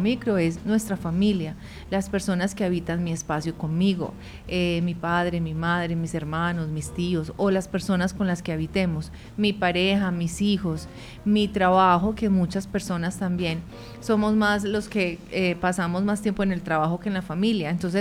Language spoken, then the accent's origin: Spanish; Colombia; nosotros como colombianos y como habitantes de esta hermosa tierra